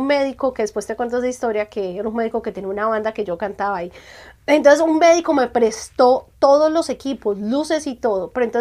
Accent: Colombia; Otra colombiana, exacto.

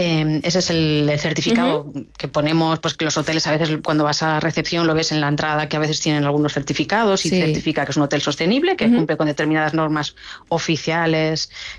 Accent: Requena, Valencian Community, Spain; De Requena de toda la vida.

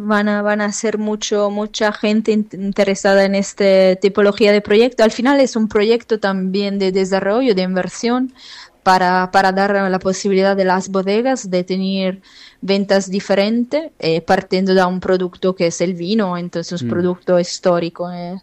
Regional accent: Turin, Piedmont, Italy; Torino, bueno, el centro.

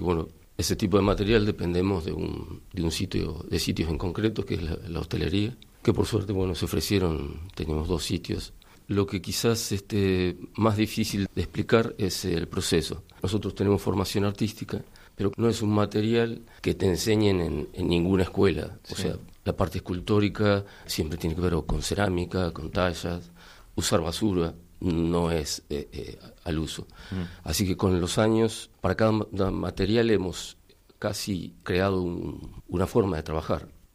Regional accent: Argentina; now in Galicia, Spain; somos argentinos.

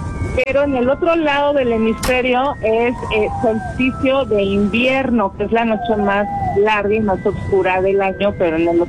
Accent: Mexico; Y nos ponemos la camiseta porque así somos los mexicanos.

